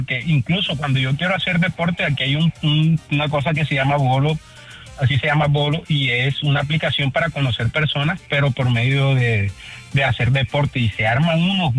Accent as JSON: {"language": "Spanish", "town": "Barranquilla", "region": "Atlántico", "country": "Colombia", "said": "cuando estaba en Barranquilla, yo soy de Barranquilla"}